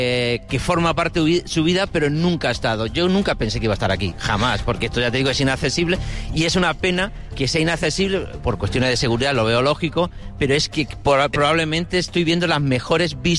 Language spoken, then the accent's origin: Spanish; Casarabonela, Andalusia, Spain; estoy viendo mi pueblo, la Sierra de las Nieves, estoy viendo Junquera también, mi pueblo es Casarabonela, estoy viendo Junquera, que somos los vecinos